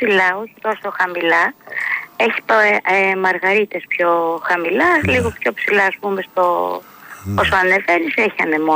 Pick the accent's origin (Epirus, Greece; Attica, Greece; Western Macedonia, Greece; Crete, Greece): Epirus, Greece; Ioannina; also born or lived in Peloponnese; επειδή κατάγομαι και από τα Γιάννενα, ο μπαμπάς δηλαδή από την Ήπειρο, ναι, και η μαμά από Πελοπόννησο, και αυτά τα δύο, οι δύο τόποι, έχω ζήσει σε αυτούς τους δύο τόπους και από μικρό παιδί